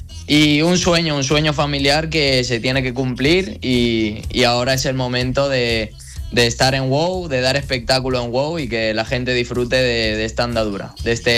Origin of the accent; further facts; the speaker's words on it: Valencia, Valencian Community, Spain; me gustaría que fuese en noviembre en el Roche Arena en Valencia, de donde yo soy originario